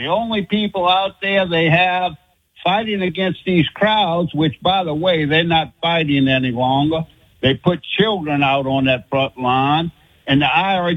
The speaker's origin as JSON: {"language": "English", "region": "Louisiana", "country": "United States", "lives_now": "Mississippi, United States", "said": "Oh, yeah, I'm from Louisiana. I just moved to Mississippi."}